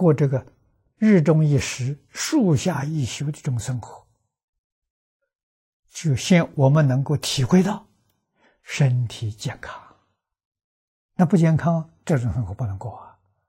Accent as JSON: {"language": "Chinese", "country": "China"}